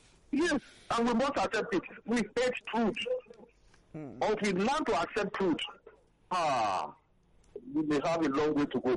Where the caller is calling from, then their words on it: Kwara, Nigeria; I'm from Kwara State.